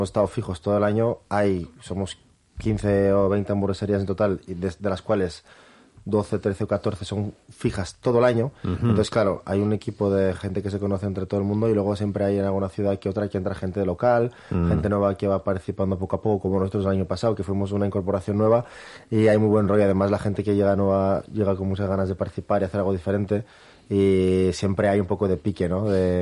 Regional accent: Zaragoza, Aragon, Spain; born there; also born or lived in Brazil; Sí, yo soy maño. Bueno, soy brasileño, pero llevo toda la vida en Zaragoza.

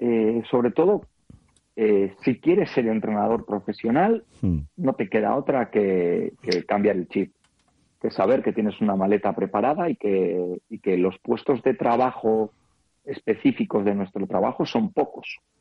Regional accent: Basque Country, Spain; moved away as an adult; now in Taiwan; nosotros, en Euskadi, la peculiaridad de nuestro territorio, con nuestra lengua, con una historia peculiar, ¿no? Nos da una identidad.

